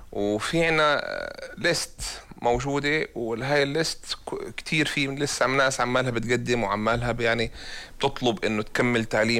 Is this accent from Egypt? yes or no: no; Jordan; إحنا كأردنيين